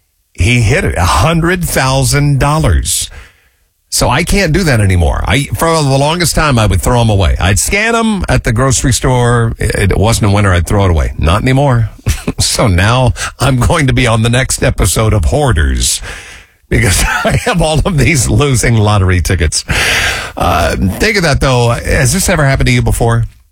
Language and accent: English; Kokomo, Indiana, United States; This was in my hometown of Kokomo.